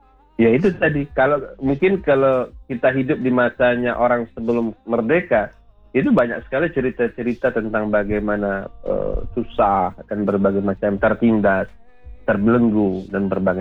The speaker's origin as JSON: {"language": "Indonesian", "country": "Indonesia", "tie": "born there", "said": "kita bersyukur kita lahir di negeri Indonesia ini, negeri yang bahasanya orang itu aja ditanam tuh gemah rimpah lojenawi itu"}